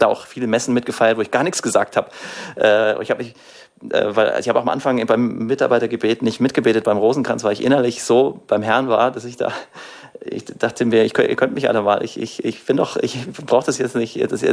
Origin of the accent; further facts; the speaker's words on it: Bavaria, Germany; accent: Upper Palatinate dialect (Oberpfälzisch); first language Upper Palatinate dialect (Oberpfälzisch); Meine Mama kommt aus der Oberpfalz. Oberpfälzisch ist meine Muttersprache.